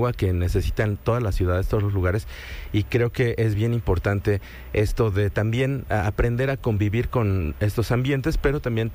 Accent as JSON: {"language": "Spanish", "country": "Mexico", "said": "nos identificamos como mexicanos"}